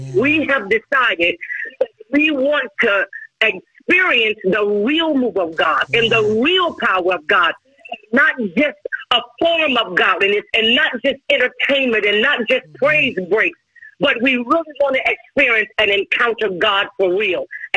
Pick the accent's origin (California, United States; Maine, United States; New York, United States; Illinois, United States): Illinois, United States; Chicago; I was born and raised in Chicago.